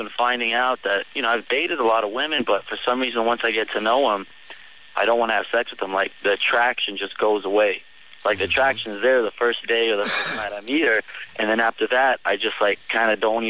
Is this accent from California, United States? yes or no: yes; Pleasanton, California, United States; 26, I'm from Pleasanton out here in California.